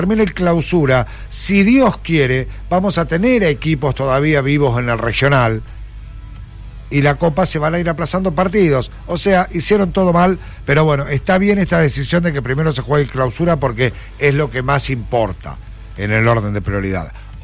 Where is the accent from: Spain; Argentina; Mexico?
Argentina; viste cómo somos los argentinos.